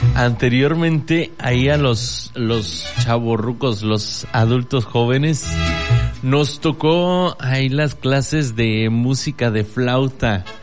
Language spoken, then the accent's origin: Spanish; Mexico; esos temas musicales que nos representan como buenos mexicanos